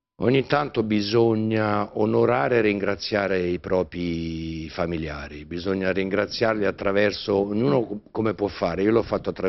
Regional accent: Milan, Lombardy, Italy; sono cresciuto a Milano, nella periferia

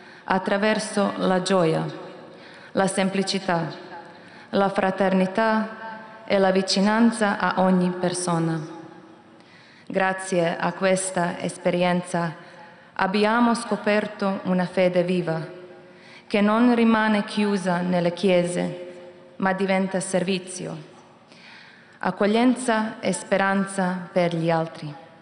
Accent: Zagreb, City of Zagreb, Croatia; Italian is a second language; vengo dalla Croazia, dalla parrocchia e basilica di San Antonio di Padova in Zagabria.

